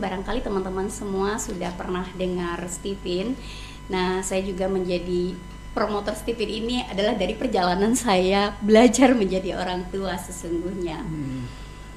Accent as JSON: {"language": "Indonesian", "region": "Riau Islands", "country": "Indonesia", "tie": "born or raised there", "moved": "yes", "lives_now": "Tanjung Pinang, Indonesia", "said": "berasal dari sebuah kampung kecil dari Kabupaten Lingga, yaitu Pulau Duyung."}